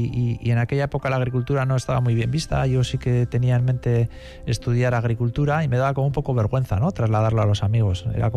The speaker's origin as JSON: {"language": "Spanish", "town": "Bilbao", "region": "Basque Country", "country": "Spain", "tie": "born there", "said": "Sí, en Santa Marta. Que poca gente ha nacido en fuera de, sí. De Basurto o de Cruces."}